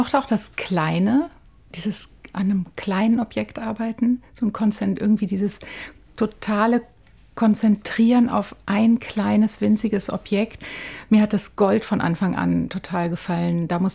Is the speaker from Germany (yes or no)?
yes; Germany; moved away as an adult; now in Italy; Also mein Mann kommt aus Neapel, ich komme aus Deutschland. Wir haben lange Zeit im Süden in Neapel und noch weiter südlich gelebt.